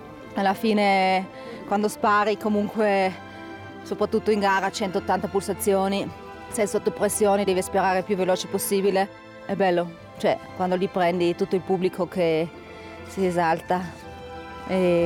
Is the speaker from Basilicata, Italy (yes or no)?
no; Anterselva, Trentino-Alto Adige, Italy; Sono cresciuta ad Anterselva, in Alto Adige, è una valle dove, diciamo, il biathlon è molto famosa.